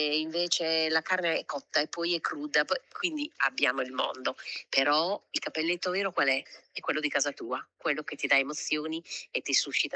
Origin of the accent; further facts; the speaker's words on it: Emilia-Romagna, Italy; io sono romagnola, poi ho riscoperto le mie radici, cioè sono come, io dico sempre, sono partita, sono andata fuori, ho viaggiato tanto, poi un giorno sono tornata a casa